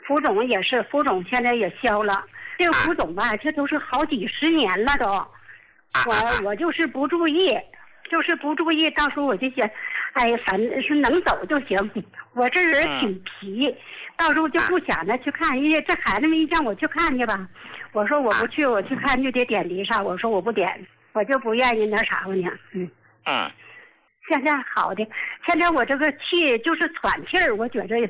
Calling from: Qiqihar, Heilongjiang, China; 我是齐齐哈尔的。

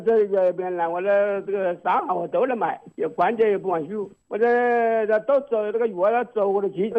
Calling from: Henan, China; 我们是河南的。

